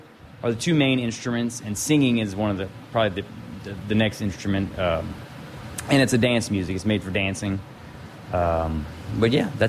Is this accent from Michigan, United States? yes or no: no; Lafayette, Louisiana, United States; I'm from Lafayette, Louisiana